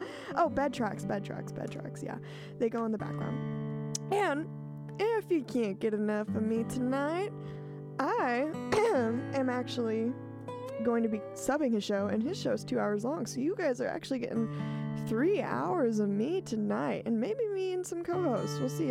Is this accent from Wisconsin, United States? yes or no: no; Houston, Texas, United States; my family actually moved out into the middle of country nowhere, and so I drove 2 hours all the way back to my hometown of H-Town